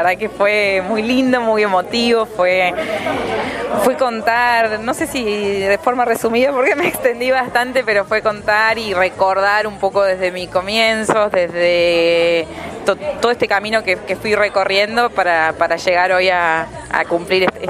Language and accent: Spanish; Lavalle, Argentina; now in Río Cuarto, Argentina; Sí, en realidad en Río Cuarto hace más de 14 años que estoy. Pero bueno, siempre nunca sentí que me fui de Lavalle